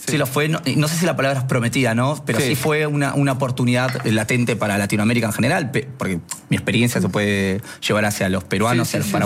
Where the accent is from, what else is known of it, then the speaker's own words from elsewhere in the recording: Bolivia; first language Quechua; Spanish is a second language; now in Argentina; Ñaupac está en mi idioma materno, quechua. Sí. Yo soy inmigrante boliviano, sí. Y mis padres tienen ese idioma incorporado